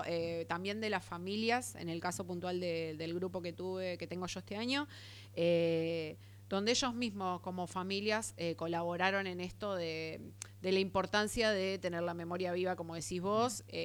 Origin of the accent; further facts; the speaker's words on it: Argentina; muchos de los valores que tenemos nosotros como argentinos, de ser empáticos, ser solidarios, ser justicieros